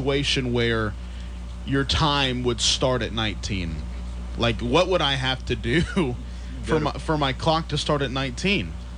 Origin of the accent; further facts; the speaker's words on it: Mount Airy, United States; But when I was growing up in Mount Airy, sixth graders could not play on the middle school team